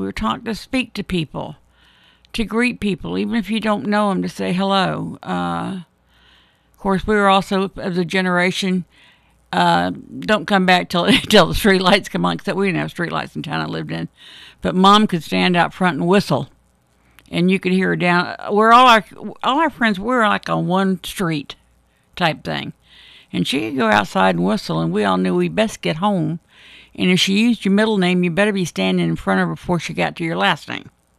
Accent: Florida, United States; We were raised in the South. I was born and bred in Florida.

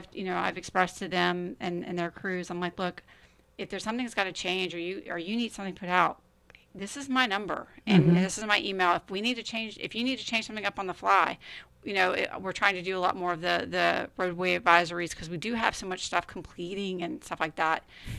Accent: St. Augustine, Florida, United States; I mean, I'm from St. John's County, St. Augustine.

